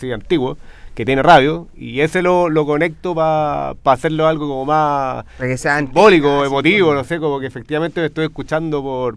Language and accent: Spanish; Chile; como todo chileno, quizás, una chaquetera